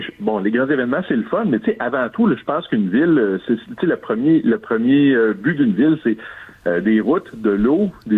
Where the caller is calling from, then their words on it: Montreal, Quebec, Canada; moi, j'habite Montréal.